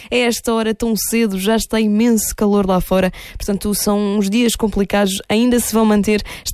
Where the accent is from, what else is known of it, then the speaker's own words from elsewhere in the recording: Alentejo, Portugal; Eu sou alentejana, sei bem do que falo